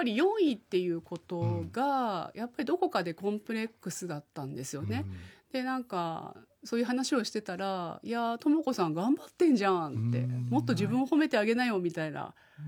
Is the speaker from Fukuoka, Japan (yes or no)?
no; Yamanashi, Japan; 地元山梨に残って